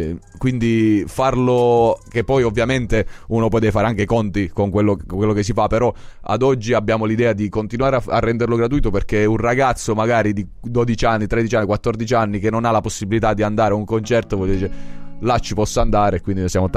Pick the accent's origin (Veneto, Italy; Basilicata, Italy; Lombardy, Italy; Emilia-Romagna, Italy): Basilicata, Italy; Lagonegro